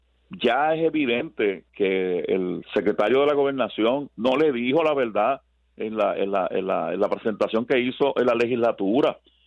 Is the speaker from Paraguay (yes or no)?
no; Puerto Rico; me duele profundamente como puertorriqueño, como servidor público de toda la vida